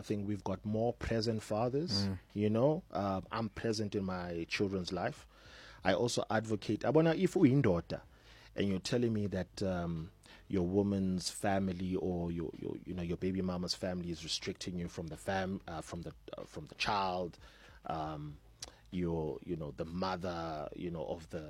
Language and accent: English; Soweto, Gauteng, South Africa; being a guy born and raised in Soweto